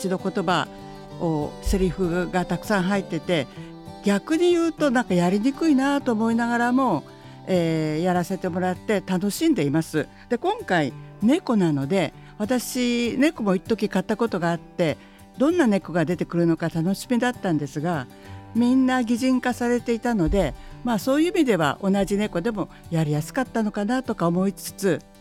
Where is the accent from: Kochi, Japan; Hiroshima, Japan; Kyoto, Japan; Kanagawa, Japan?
Kyoto, Japan; also born or lived in Osaka; 私も実は出身は大阪というより京都なんだけど、